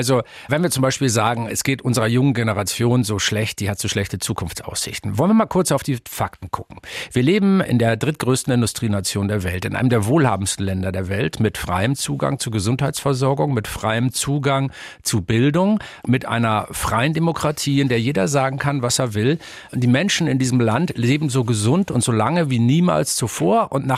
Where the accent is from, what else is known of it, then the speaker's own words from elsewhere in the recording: Hamburg, Germany; ich komme aus Norddeutschland, in der Nähe von Hamburg, geboren und aufgewachsen.